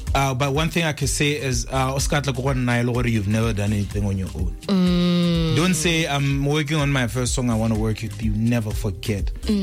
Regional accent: Botswana; now in South Africa; at first I was afraid to say that I'm from Botswana when I was in South Africa.

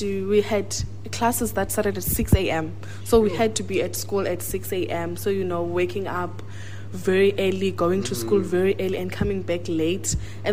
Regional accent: East London, Eastern Cape, South Africa; now in Cape Town, South Africa; I'm from Eastern Cape. I went to Mzomhle Senior Secondary School in East London, Tanzania, NU1.

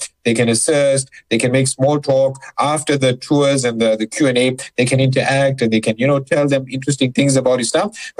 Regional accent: Durban, KwaZulu-Natal, South Africa; specifically Northcliffe, so that's in Johannesburg, and I'm from Durban, but I'll be flying up on Saturday morning just for this.

